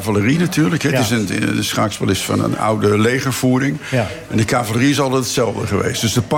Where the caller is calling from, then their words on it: Rotterdam, South Holland, Netherlands; Ik kom uit Rotterdam.